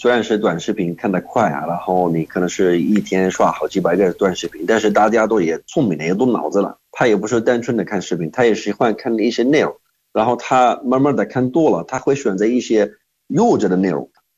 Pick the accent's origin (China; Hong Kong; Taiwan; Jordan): Jordan; Chinese is a second language; 我是来自约旦的